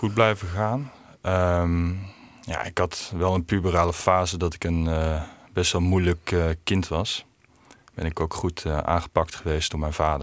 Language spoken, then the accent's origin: Dutch; Belgium; Ik ben in België opgegroeid. Ik heb Frans geleerd daar